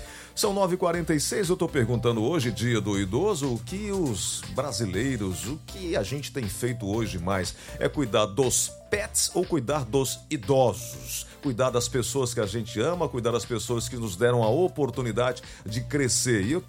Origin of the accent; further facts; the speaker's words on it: Maracanaú, Ceará, Brazil; Sou de Maracanaú, um abraço aqui para todos nós de Maracanaú, sentados te assistindo.